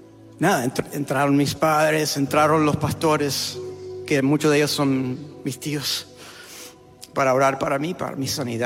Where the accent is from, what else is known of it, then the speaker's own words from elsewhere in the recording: Argentina; Soy medio gringo. Gringo argentino.